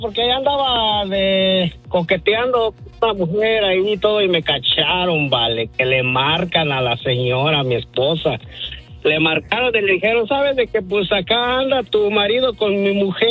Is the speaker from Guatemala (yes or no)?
no; Michoacán, Mexico; now in United States; No, allá desde mi tierra natal, Michoacán, vale.